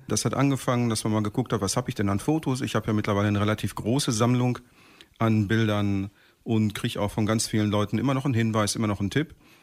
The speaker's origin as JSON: {"language": "German", "town": "Hamm", "region": "North Rhine-Westphalia", "country": "Germany", "tie": "born or raised there", "also_born_or_lived": "Hesse", "said": "ich bin zwar in Hessen geboren, aber das ist doch das Einzige, was ich mal außerhalb von Bockum-Höfel so gemacht habe. Ansonsten immer schon in Bockum-Höfel und da fühle ich mich wohl und da werde ich auch bleiben."}